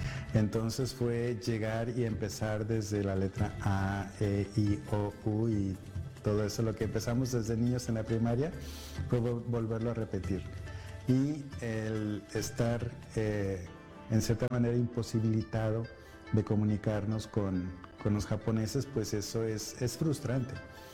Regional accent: Arteaga, Coahuila, Mexico; de Misioneros de Guadalupe. Soy originario de Arteaga, Coahuila, está en el norte de México.

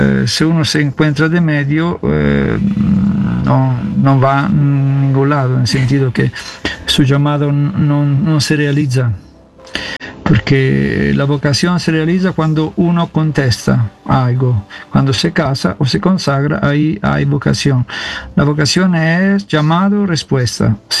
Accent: Italy; Spanish is a second language; moved away as an adult; also born or lived in New York, United States; now in Los Angeles, United States; soy italiano, vengo de Italia, pero viví 6 años en la parroquia de New York. Ahora vivo aquí porque soy parte de la comunidad Juan Bautista

